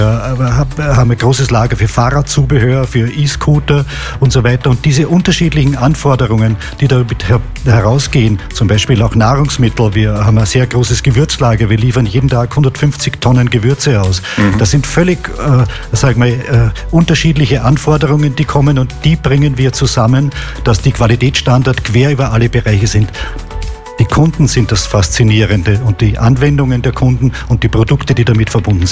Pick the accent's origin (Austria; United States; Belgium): Austria; Lower Austria; moved away as an adult; also born or lived in Vienna; now in Idstein, Germany; Also ich bin tatsächlich vor langer Zeit in Wien geboren worden, aber das hatte reine medizinische Vorsorgegründe. Aufgewachsen bin ich in der Wachau, das ist so das Äquivalent zum Rheingau in Österreich, also in der Weinbaugegend.